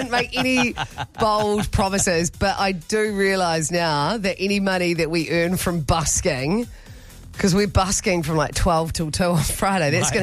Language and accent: English; Methven, Canterbury, New Zealand; I mean, I was born in Methven. Well, not born there, but I was raised in Methven, which is not quite the South, but I kind of feel affiliated to the South because I'm, you know, central.